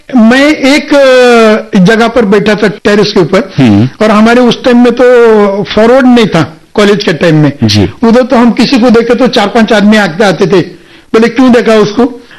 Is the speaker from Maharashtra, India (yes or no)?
yes; Maharashtra, India; अभी मैं महाराष्ट्र का रहने वाला हूँ